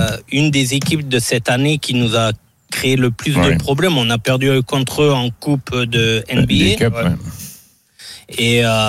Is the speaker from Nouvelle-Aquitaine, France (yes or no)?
yes; Landes, Nouvelle-Aquitaine, France; moved away as an adult; now in San Antonio, United States; je suis des Landes.